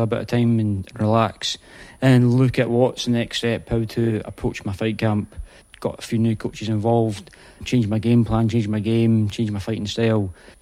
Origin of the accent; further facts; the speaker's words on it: Edinburgh, Scotland, United Kingdom; I like to put Leaf on the map as much as I can because I grew up in that place all my life, and it's a special place, a very special place.